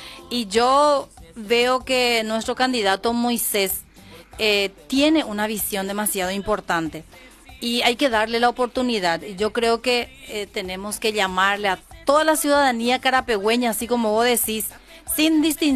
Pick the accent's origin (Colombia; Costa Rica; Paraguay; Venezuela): Paraguay; Y nosotros somos sumisos los paraguayos.